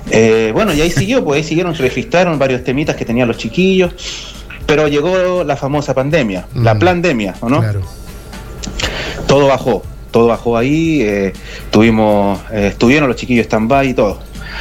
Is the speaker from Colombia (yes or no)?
no; Antofagasta, Chile; born there; now in Valparaíso, Chile; Ya más de 20 años aquí en Valparaíso. Yo soy natal de Antofagasta.